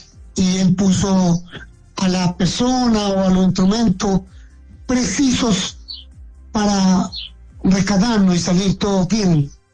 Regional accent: Chile; pasaban muchas cosas por la cabeza de nosotros como mineros chilenos.

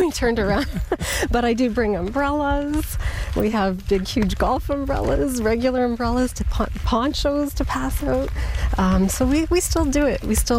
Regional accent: Ayer's Cliff, Quebec, Canada; I come from Ayerscliff. I live in Ayerscliff.

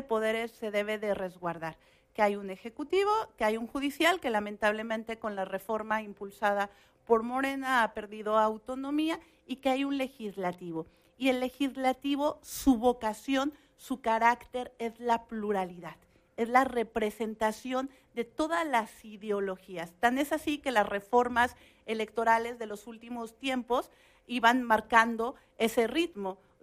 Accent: Zacatecas, Mexico; Yo soy zacatecana, somos vecinos

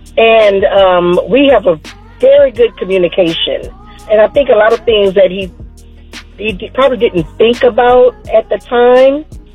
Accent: Virginia, United States; I'm from Virginia.

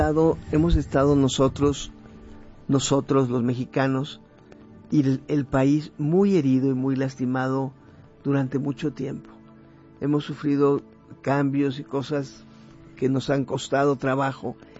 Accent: Mexico; Y me di cuenta cómo México, primero que nada, somos todos los mexicanos.

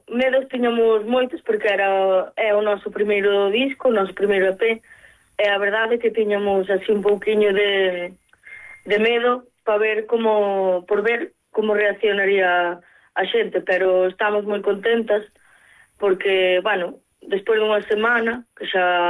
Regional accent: Carballo, Galicia, Spain; que somos as gemelas, non as dúas, somos de Carballo

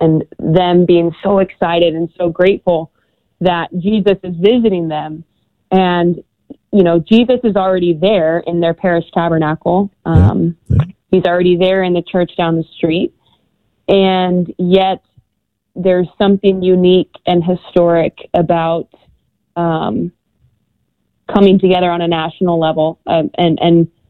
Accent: Indianapolis, Indiana, United States; near my hometown in Indianapolis.

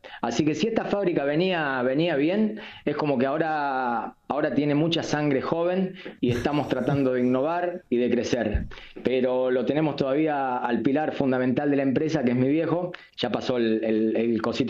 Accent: Laborde, Córdoba, Argentina; Entonces, bueno, justamente La Borde, mi pueblo querido, este 19 de mayo, esta semana, cumplió 123 años.

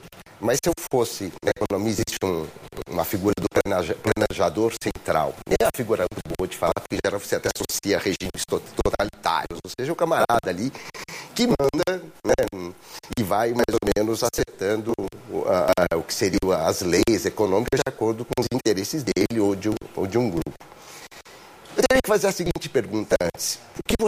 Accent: Brazil

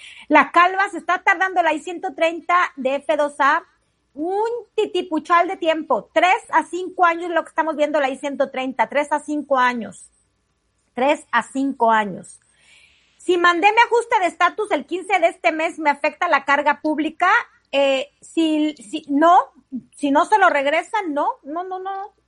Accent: Mexico; somos muchísimos mexicanos.

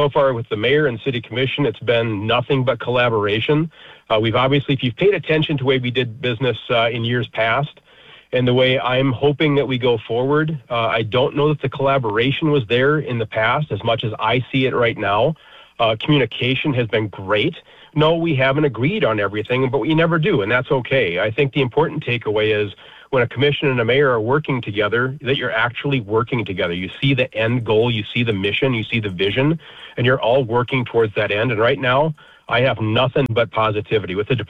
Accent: Fargo, North Dakota, United States; I'm from Fargo.

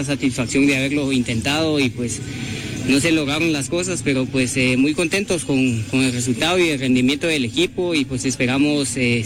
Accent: Guatemala

